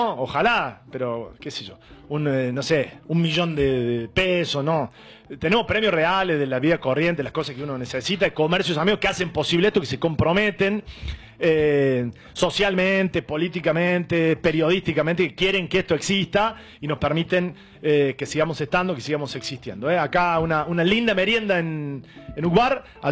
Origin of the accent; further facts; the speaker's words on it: Argentina; Somos parte del Estado, ¿verdad? Del Estado de la Nación Argentina.